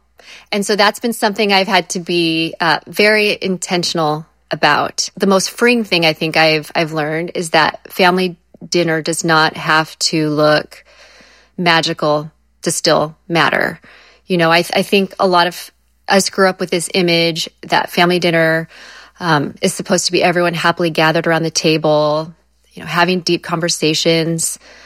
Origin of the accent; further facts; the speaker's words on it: California, United States; I'm from Southern California.